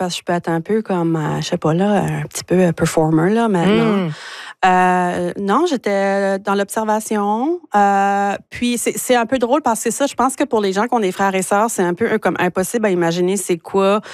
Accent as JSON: {"language": "French", "town": "Caraquet", "region": "New Brunswick", "country": "Canada", "tie": "born or raised there", "also_born_or_lived": "Moncton", "said": "c'est toujours difficile quand les gens me demandent d'où je viens parce que je suis née à Moncton. Et de l'âge de 5 à 16 ans, j'étais à Caraquet."}